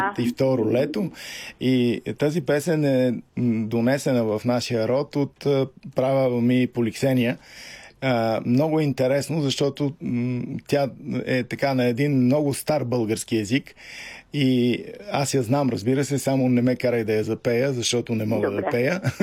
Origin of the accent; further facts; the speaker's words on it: Sofia, Sofia City, Bulgaria; ми тука, от София сме, ама рода ми е от Охрид.